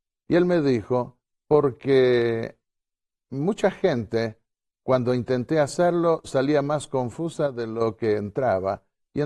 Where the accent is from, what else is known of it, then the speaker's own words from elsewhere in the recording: Argentina; born there; Nací en Argentina, pero trabajé en Uruguay, mi madre era uruguaya y pude sacar también mi ciudadanía uruguaya.